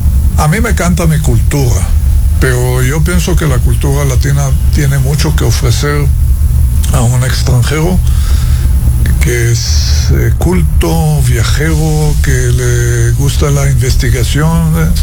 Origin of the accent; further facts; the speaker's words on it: Haifa, Haifa District, Israel; moved away as an adult; now in Ecuador; Yo nací en la ciudad de Haifa, en Israel.